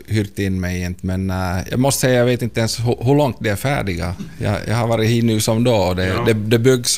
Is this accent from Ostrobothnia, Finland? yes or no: yes; Esse, Ostrobothnia, Finland; now in Jakobstad, Finland; jag är hem från Essi